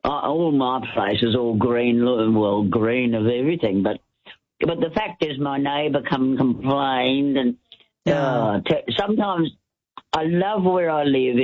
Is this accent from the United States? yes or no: no; Crooked Brook, Western Australia, Australia; moved away; I grew up in a little place called Crooked Brook